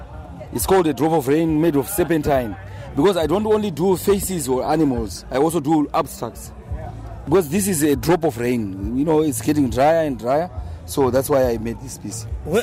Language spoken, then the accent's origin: English; Zimbabwe; I come from Zimbabwe, and I'm an artist.